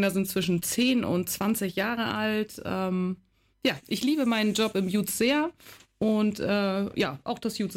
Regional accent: Esens, Lower Saxony, Germany; Ich komme aus Esens, bin seit 15 Jahren jetzt im Jugendzentrum

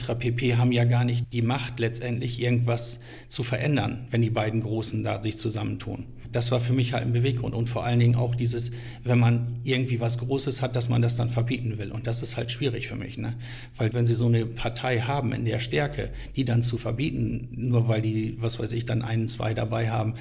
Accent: Wittmund, Lower Saxony, Germany; moved away as an adult; also born or lived in Essen / Solingen; ich bin ja in Wittmund geboren, muss man dazu sagen, aufgewachsen, war mal ein paar Jahre unterwegs, ne? Essen, Ruhr, Solingen und so weiter. Und es ist aber so, dass es doch meine Heimat ist letztendlich.

